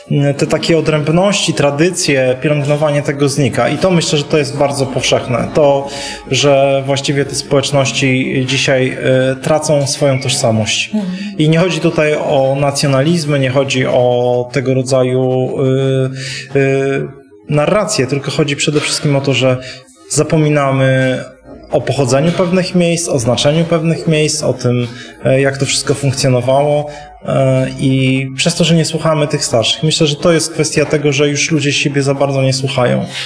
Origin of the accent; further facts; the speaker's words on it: Podlaskie Voivodeship, Poland; Ale jestem stąd i dlatego piszę o tych miejscach.